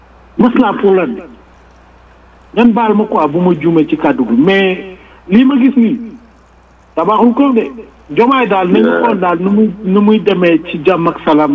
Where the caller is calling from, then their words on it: Senegal; en tant que Sénégalais